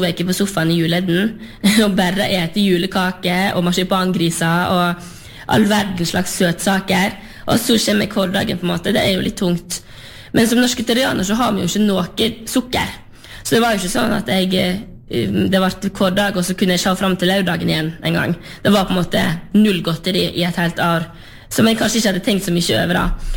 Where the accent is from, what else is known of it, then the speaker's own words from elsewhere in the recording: Vestland, Norway; som jeg kommer jo selv ifra Lerigard på Sørheim, og ser hva store ringvirkninger landbruket har i et lokalsamfunn, eller mange av de lokalsamfunnene som jeg har i Luster